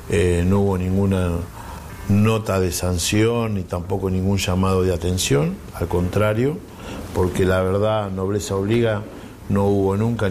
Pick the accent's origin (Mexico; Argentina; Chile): Argentina